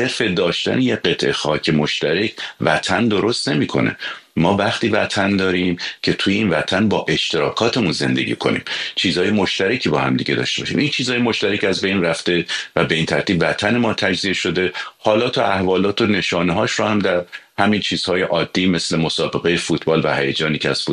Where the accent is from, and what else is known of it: Iran